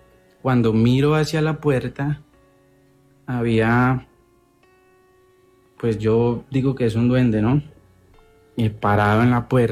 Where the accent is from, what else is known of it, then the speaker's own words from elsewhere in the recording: Tolima, Colombia; en mi caso yo soy del Tolima y justamente el domingo 9 de agosto viajé a Cali por una cita médica